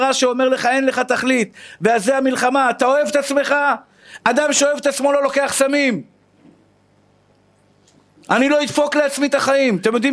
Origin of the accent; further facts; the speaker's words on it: Tel Aviv, Tel Aviv District, Israel; היום אני הולך לדבר בקריית שלום בתל אביב, בבית כנסת שבו גדלתי בתור ילד